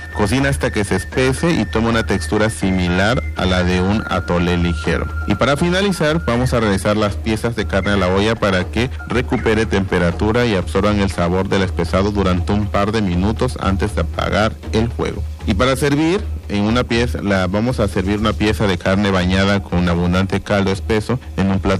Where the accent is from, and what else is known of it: Tabasco, Mexico